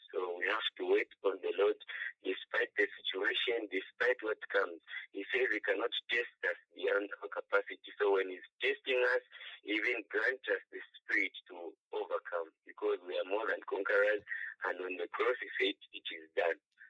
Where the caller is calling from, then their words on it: Lusaka, Lusaka Province, Zambia; calling you from within Lusaka.